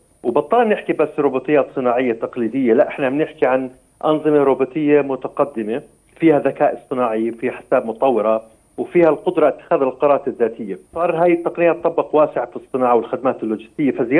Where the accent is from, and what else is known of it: Jordan